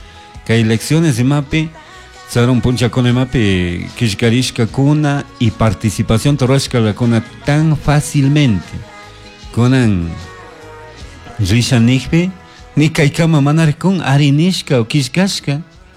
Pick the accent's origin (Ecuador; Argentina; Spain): Ecuador; Colta, Chimborazo; Nosotros somos de Ecuador, de país de Ecuador, de provincia de Chimborazo, de una comunidad San Gisel Alto, parroquia Columbe, Cantón Colta, como dije, provincia de Chimborazo. Somos de gente indígena